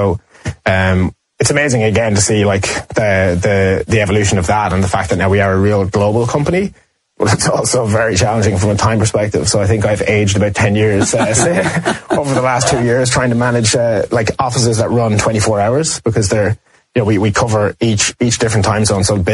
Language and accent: English; Ireland; accent: Irish